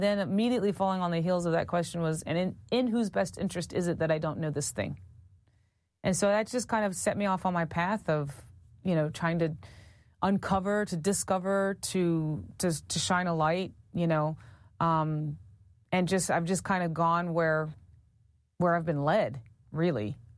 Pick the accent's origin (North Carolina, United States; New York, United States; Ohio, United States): North Carolina, United States; Yeah, I'm from North Carolina. from a mixed family, mixed black and white, and I know indigenous, you know, back there is kind of a typical Southern story of black, white, and red mixed in sort of indiscriminate ways.